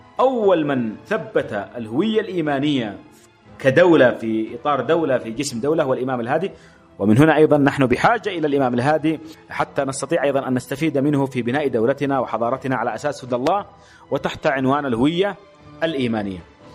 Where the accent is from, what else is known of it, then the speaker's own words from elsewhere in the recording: Yemen; وهذا ما يحتم علينا كيمنيين أن نعود إليه